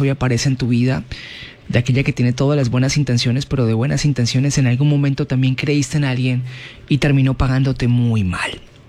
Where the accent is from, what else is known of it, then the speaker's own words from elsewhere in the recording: Silvia, Cauca, Colombia; a raíz de la cuarentena me regresé a mi pueblo natal, Silvia